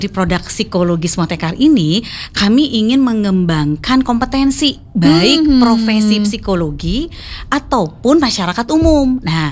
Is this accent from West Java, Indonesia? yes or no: yes; West Java, Indonesia; born there; kami semua lahir di tanah Parahyangan ini